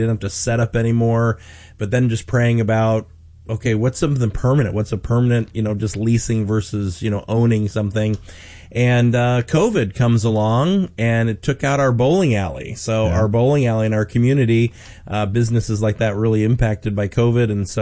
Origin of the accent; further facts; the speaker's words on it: Chicago, Illinois, United States; Grew up in the church, so I'm from the Chicago area originally, and so grew up in the church, raised in the church, raised by a single mom